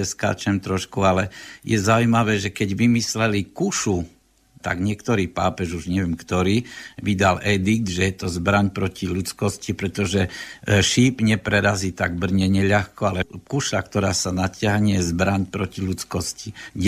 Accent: Košice, Košice Region, Slovakia; Ja ako Košičan

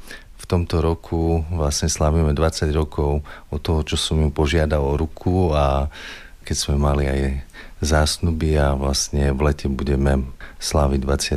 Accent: Kľušov, Prešov Region, Slovakia; moved away as an adult; now in Osečovce, Slovakia; ja som rodák z krásneho Šariša a prišiel som po vysokej škole pracovať do Osečoviec.

